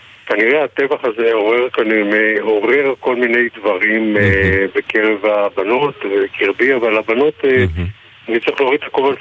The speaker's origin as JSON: {"language": "Hebrew", "town": "Givatayim", "region": "Tel Aviv District", "country": "Israel", "tie": "born or raised there", "moved": "yes", "lives_now": "Ramat Gan, Israel", "said": "כי אנחנו ילידי, בעצם נולדנו בגבעתיים עוד"}